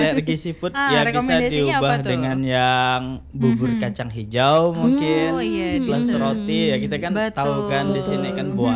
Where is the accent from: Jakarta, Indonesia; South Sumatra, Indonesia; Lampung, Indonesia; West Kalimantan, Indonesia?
West Kalimantan, Indonesia; Mempawah; selain itu makanan khas dari Mempawah, tempat daerah saya juga.